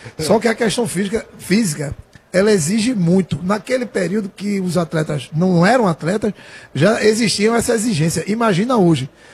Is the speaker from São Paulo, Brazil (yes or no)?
no; Goiânia, Goiás, Brazil; Mas aqui eu sou de Goiânia, um calor danado aqui.